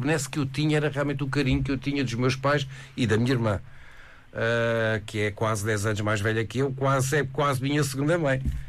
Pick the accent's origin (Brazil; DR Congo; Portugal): Portugal; Barreiro, Setúbal; born there; Eu faço 67 anos, portanto, eu quando nasci, o Barreiro era uma vila.